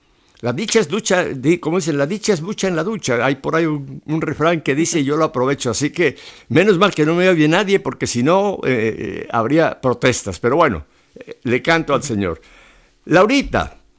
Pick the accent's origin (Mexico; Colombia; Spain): Mexico; nosotros los humildes mexicanos